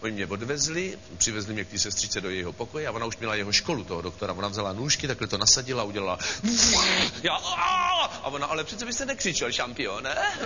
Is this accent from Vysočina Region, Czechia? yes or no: yes; Třebíč, Vysočina Region, Czechia; also born or lived in Brno; Já jsem se narodil v Třebíči, nedaleko Brna, v takovém malém městě. Většinu času v dětství, většinou prázdnin jsem strávil v Třebíči u svých dvou babiček a u svého dědečka.